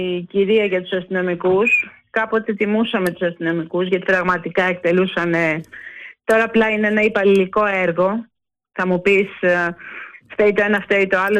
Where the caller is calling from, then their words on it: Greece; από Κυστέλη.